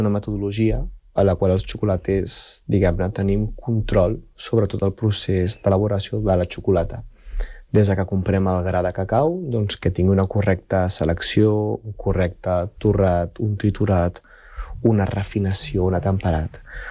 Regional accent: Barcelona, Catalonia, Spain; also born or lived in Peru; jo sóc de Barcelona, però vaig viure durant molts anys al Perú

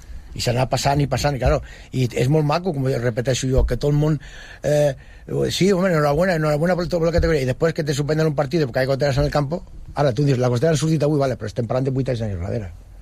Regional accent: Terrassa, Catalonia, Spain; now in Sabadell, Spain; Soc fill de Terrassa, però ja estic ben... Bueno, aquí, estic més dies aquí que allà.

